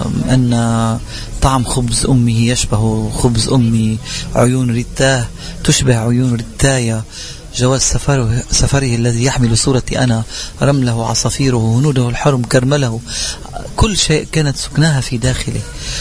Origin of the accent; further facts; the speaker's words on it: Amchit, Keserwan-Jbeil, Lebanon; born there; وكنت في قريتي وفي بلدتي في عمشيت